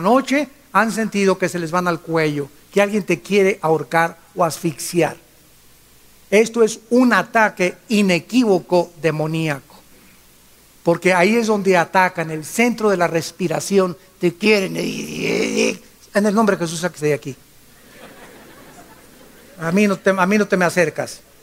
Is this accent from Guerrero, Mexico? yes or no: yes; Acapulco, Guerrero, Mexico; moved away; nosotros casi somos de Guerrero, ¿verdad? A los 2 años de nacidos fuimos a vivir a Acapulco. Ahí hicimos la primaria, la secundaria, mis hermanos, mis hermanas, en Acapulco.